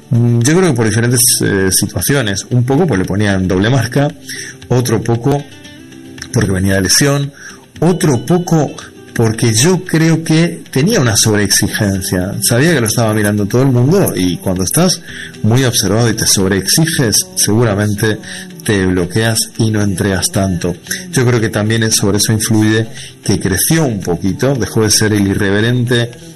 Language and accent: Spanish; Uruguay; estoy hablando como uruguayo